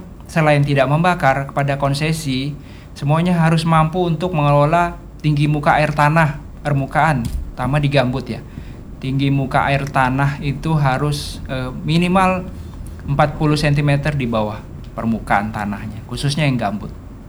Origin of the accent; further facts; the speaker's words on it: West Kalimantan, Indonesia; karena saya juga bagian dari kearifan lokal, saya orang Kalbar juga.